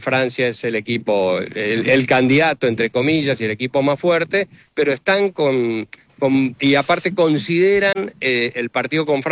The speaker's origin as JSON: {"language": "Spanish", "region": "Andalusia", "country": "Spain", "said": "te digo que también el resto de los españoles, hinchas de otros clubes, yo vengo de Andalucía, están muy, muy arriba"}